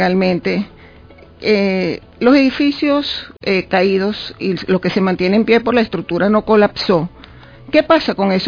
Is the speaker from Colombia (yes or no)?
no; Venezuela; Somos venezolanos